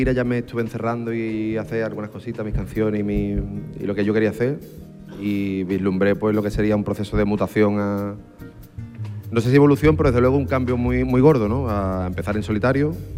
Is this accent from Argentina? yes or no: no; Isla Cristina, Andalusia, Spain; born or raised there; also born or lived in Mérida